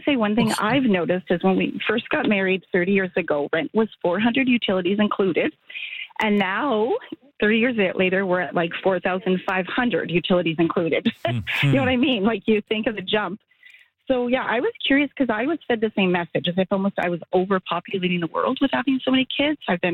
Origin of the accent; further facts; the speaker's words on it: Regina, Saskatchewan, Canada; We're from Regina, Saskatchewan. I grew up in an Indigenous population there.